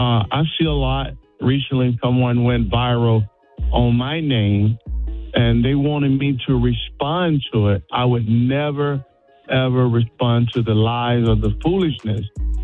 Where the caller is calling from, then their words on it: Tuscaloosa, Alabama, United States; I'm calling from Tuscaloosa, Alabama.